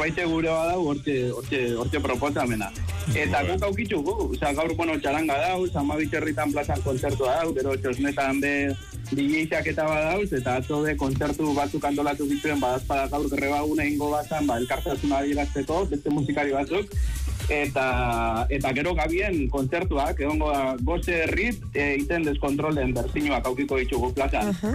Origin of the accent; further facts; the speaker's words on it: Basque Country, Spain; bueno, Gipuzkoa gara, bale, hor